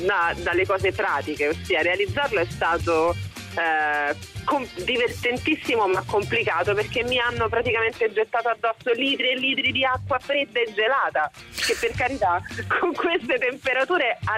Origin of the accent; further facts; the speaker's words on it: Rome, Lazio, Italy; io sono di Roma